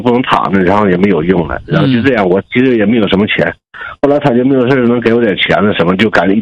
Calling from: Liaoning, China; 哎、我有这么事，我老家是辽宁的

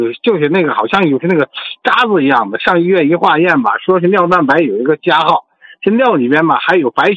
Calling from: Daxing, Beijing, China; 我那是家是北京大兴的啊。

